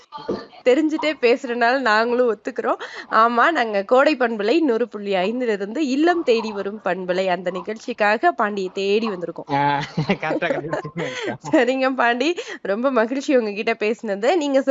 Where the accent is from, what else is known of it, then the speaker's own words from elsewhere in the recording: Theni, Tamil Nadu, India; நான் வந்து தேனி தாங்க.